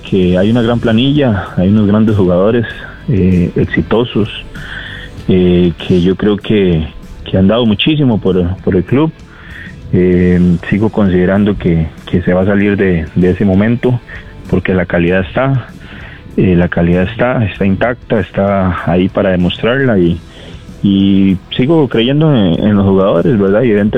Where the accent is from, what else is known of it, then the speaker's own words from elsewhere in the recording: San Carlos, Alajuela, Costa Rica; yo soy de San Carlos